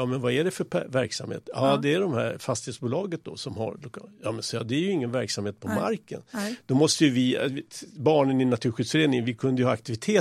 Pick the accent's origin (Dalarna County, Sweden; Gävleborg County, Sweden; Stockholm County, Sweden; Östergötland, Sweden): Stockholm County, Sweden; Stockholm; Alltså jag är uppväxt i Stureby.